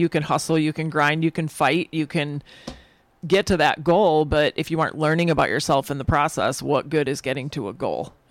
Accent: Michigan, United States; but I grew up in Michigan, and after being in Miami and New Zealand, it was like, do I really want to go bac

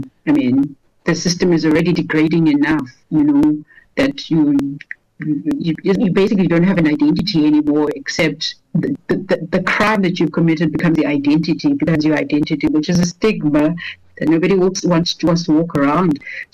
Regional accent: Western Cape, South Africa; but now I grew up in the Western Cape. That is a much more, like, a better province with more resources.

